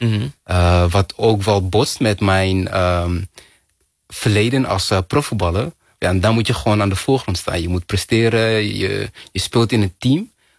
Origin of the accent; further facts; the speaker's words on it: Netherlands; born there; also born or lived in Rwanda / Congo; Tussen Rwanda, Congo en andere landen op het continent Afrika. Tot ik op een gegeven moment als 7,5-jarig jongetje hier in Nederland kwam.